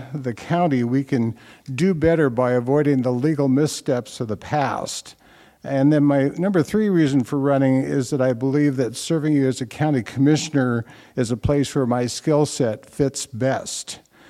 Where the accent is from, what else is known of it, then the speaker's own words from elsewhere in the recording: Coeur d'Alene, Idaho, United States; moved away as an adult; now in Sandpoint, United States; I was born and raised in Coeur d'Alene. I've lived in Bonner County for 47 years.